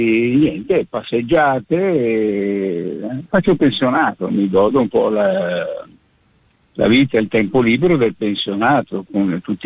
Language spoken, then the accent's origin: Italian; Milan, Lombardy, Italy; io sono cresciuto a Milano